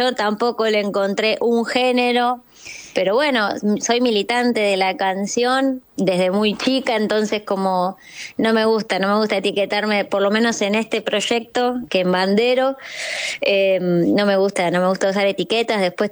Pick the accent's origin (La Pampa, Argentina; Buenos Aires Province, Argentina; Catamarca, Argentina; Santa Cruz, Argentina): La Pampa, Argentina; moved away as an adult; now in Córdoba, Argentina; Y yo acá ya tenía a mis hermanos estudiando, entonces desde La Pampa es bastante común venirte a estudiar a Córdoba, y bueno, sin mucha vuelta terminé siendo una cordobesa.